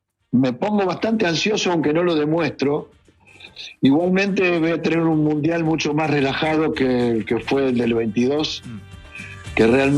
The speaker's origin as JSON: {"language": "Spanish", "country": "Argentina", "said": "los argentinos somos muy cabulosos"}